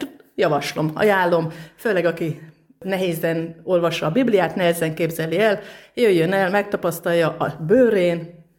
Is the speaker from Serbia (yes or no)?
no; Szombathely, Vas, Hungary; Szombathelyről.